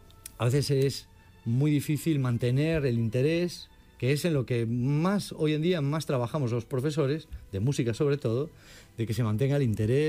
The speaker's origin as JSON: {"language": "Spanish", "town": "Marín", "region": "Galicia", "country": "Spain", "moved": "yes", "said": "yo soy de Marín. Venía de un sitio donde eso era impensable"}